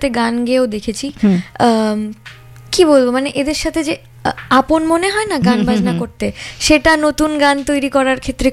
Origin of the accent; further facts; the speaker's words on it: Agartala, Tripura, India; moved away as an adult; now in Kolkata, India; আমি আগরতলায়, আমার আগরতলায় জন্ম, আমি ওখানেই বড় হয়েছি, লেখাপড়া সবই ওখানে।